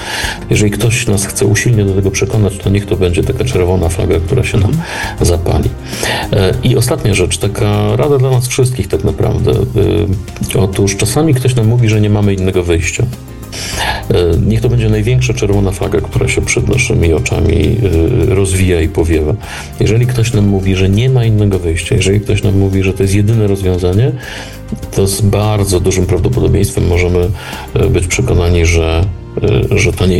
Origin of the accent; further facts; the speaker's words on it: southern Poland, Poland; ponieważ ja się wychowywałem na południu Polski, to czasem jeszcze z potężnym śnieżeniem program czeskiej telewizji